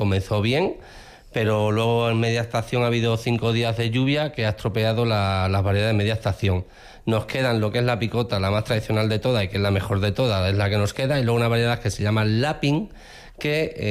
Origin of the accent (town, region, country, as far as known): Extremadura, Spain